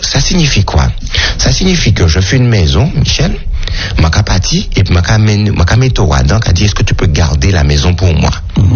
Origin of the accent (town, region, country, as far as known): Le Carbet, Martinique; born or raised there; also born or lived in Saint-Pierre, Martinique